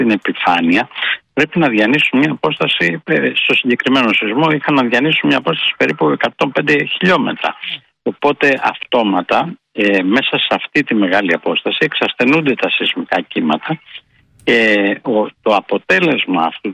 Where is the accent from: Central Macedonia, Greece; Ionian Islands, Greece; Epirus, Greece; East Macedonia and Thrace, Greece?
Ionian Islands, Greece; Zakynthos; born there; Βρίσκομαι στη Ζάκυνθο, στην πατρίδα μου.